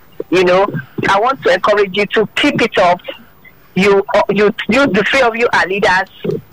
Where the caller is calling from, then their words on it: Magboro, Ogun, Nigeria; This is Dr. … I'm calling from Magboro.